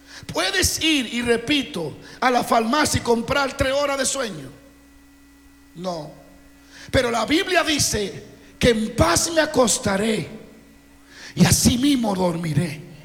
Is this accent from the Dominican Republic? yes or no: yes; Dominican Republic; now in Kansas City, United States